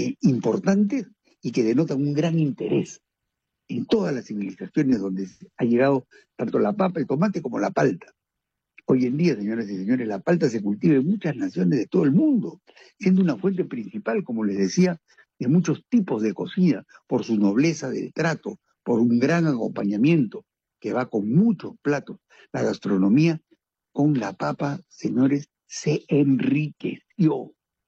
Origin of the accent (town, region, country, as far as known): Peru; now in southern Italy